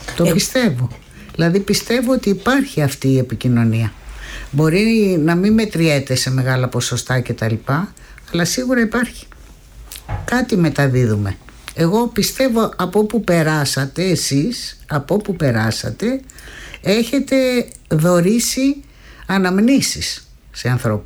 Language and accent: Greek; Greece; ότι είμαστε Έλληνες εμείς.